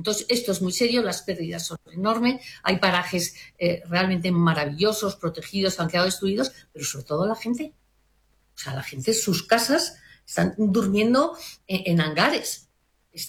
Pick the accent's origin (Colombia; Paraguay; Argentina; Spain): Spain